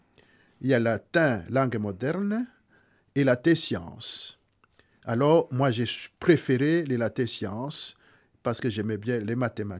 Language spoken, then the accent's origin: French; Rwanda; C'est-à-dire que dans le temps, à l'époque, dans les années 80, chez nous au Rwanda, il y avait les écoles secondaires ordinaire